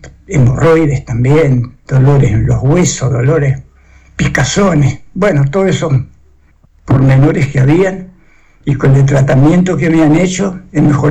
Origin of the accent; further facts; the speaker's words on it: Rivera, Uruguay; sí, soy de acá de Rivera.